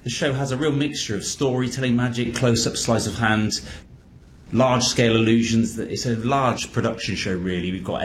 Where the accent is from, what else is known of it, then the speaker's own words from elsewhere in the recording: United Kingdom; certainly in the UK, it's where I'm from, you can tell by my Kentucky accent